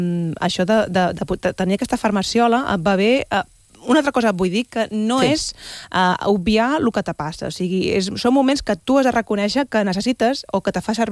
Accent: La Bisbal d'Empordà, Catalonia, Spain; moved away; avui actuo al meu poble

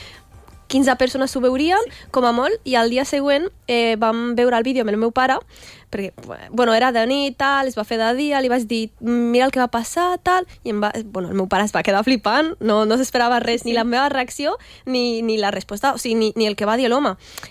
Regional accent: L'Hospitalet de Llobregat, Catalonia, Spain; born there; now in Terrassa, Spain; jo he nascut a l'Hospitalet del Llobregat, soc catalana

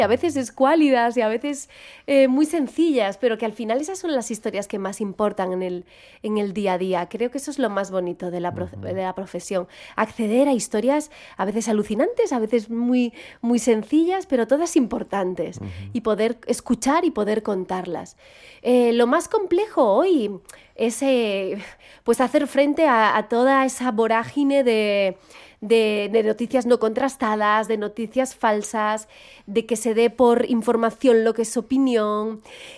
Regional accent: Galicia, Spain; accent: Galician intonation; tengo esas entonaciones cantarinas porque soy gallega

